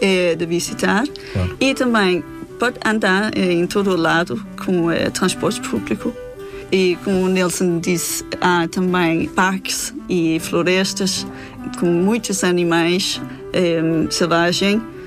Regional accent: North Denmark Region, Denmark; born or raised there; Portuguese is a second language; now in Portugal

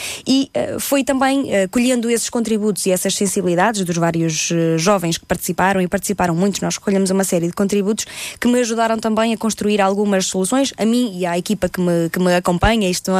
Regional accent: Alfândega da Fé, Bragança, Portugal; eu vindo eu de um distrito do interior, de um concelho muito pequenino, de Bragança, eu venho da Alfândega da Fé, do distrito de Bragança

